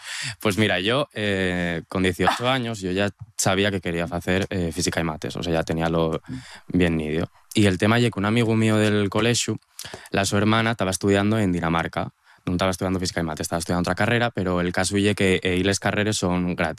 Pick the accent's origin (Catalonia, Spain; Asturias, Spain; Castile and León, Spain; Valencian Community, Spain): Asturias, Spain; moved away as an adult; now in Netherlands; como de las personas que somos de Asturias, que marchamos